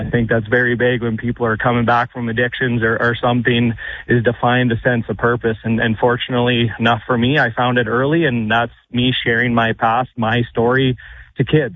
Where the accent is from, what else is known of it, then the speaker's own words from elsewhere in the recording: Kindersley, Saskatchewan, Canada; I was fortunate enough to be the captain for my hometown Kindersley Clippers.